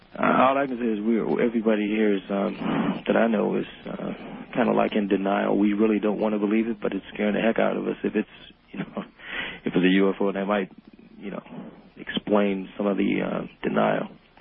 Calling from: Phoenix, Arizona, United States; I'm in Phoenix.

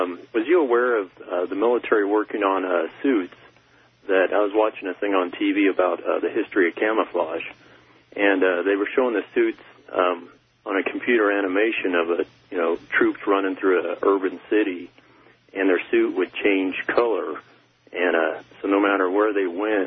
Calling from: Hutchinson, Kansas, United States; I'm calling from Hutchinson, Kansas.

